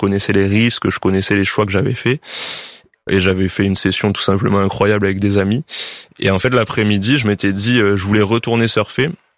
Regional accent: Réunion; moved away as an adult; c'est pour ça que je suis parti du côté de Bayonne pour faire mes études et pouvoir continuer à surfer comme beaucoup de Réunionnais ont fait.

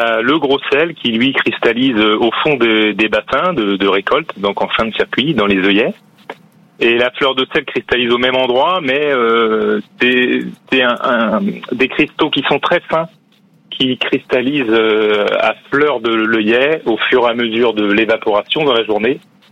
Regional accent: Batz-sur-Mer, Pays de la Loire, France; Ah oui, moi je suis né dedans, j'allais dire. Je suis issu de Bas-sur-Mer.

